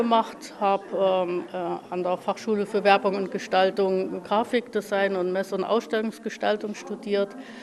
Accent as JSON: {"language": "German", "town": "Leipzig", "region": "Saxony", "country": "Germany", "tie": "born or raised there", "also_born_or_lived": "Dahlen", "said": "Ich bin in Leipzig aufgewachsen."}